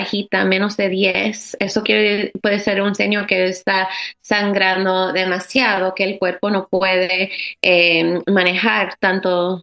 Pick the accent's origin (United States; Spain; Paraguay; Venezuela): United States; New York; born there; moved away as an adult; now in Lehigh Valley, United States; Yo soy de Nueva York, yo soy puertorriqueña y dominicana. Mi mamá es puertorriqueña, mi papá es dominicano. Yo nací aquí en Nueva York. Y yo vine aquí al Lehigh Valley ya hace 6 años.